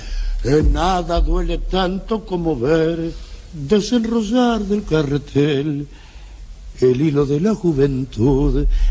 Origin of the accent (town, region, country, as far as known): Buenos Aires, Argentina; born or raised there